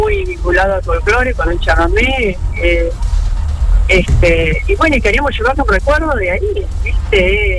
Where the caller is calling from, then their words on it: Pergamino, Buenos Aires Province, Argentina; Nosotros somos de Pergamino, provincia de Buenos Aires